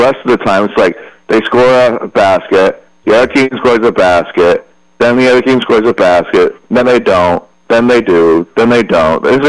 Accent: United States; I was very, very proud of that as an American.

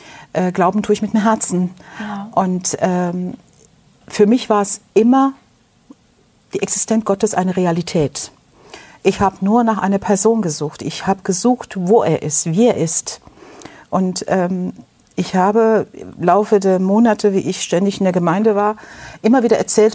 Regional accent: Turkey; now in Germany; misshandelt worden als Kind in der Türkei.

